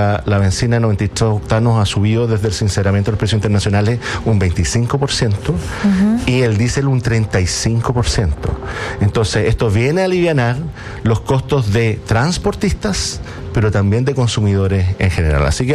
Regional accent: Paillaco, Los Ríos, Chile; Yo soy de Payaco, recuerda usted.

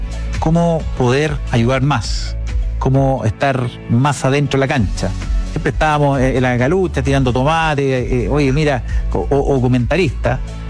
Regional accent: Coquimbo, Chile; yo soy nacido en Coquimbo, estudié en el colegio en Coquimbo, después estudié agronomía acá en la Católica

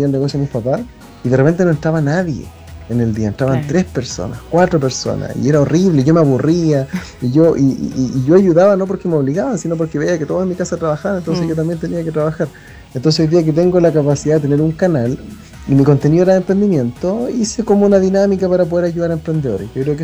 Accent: Huépil, Biobío, Chile; moved away as an adult; also born or lived in Los Ángeles, Chile; now in Santiago, Chile; yo soy de Huépil, de la región del Biobío, nací en los años 90 ya, donde habían caminos de tierra, uh-huh, no teníamos baños con alcantarilla, teníamos baños de pozo.

